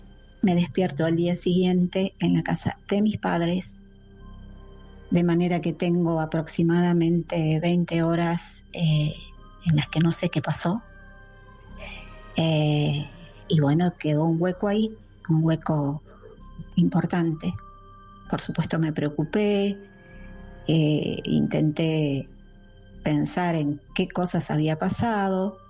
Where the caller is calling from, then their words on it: Buenos Aires, Argentina; Soy de Capital.